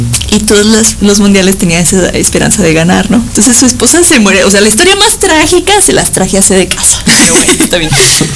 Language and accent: Spanish; Mexico; para nosotros como mexicanos